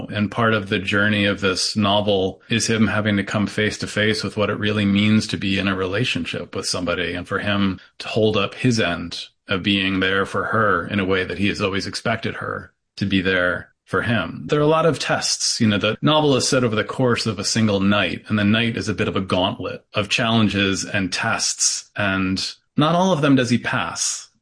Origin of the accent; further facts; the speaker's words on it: Syracuse, New York, United States; I'm not from rural New York. I'm from Syracuse, which is a reasonable sized city.